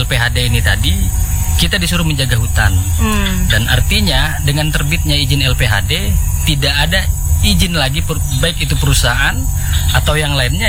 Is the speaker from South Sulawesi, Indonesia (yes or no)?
no; East Kalimantan, Indonesia; saya sebagai warga Desa Tebangan Lembak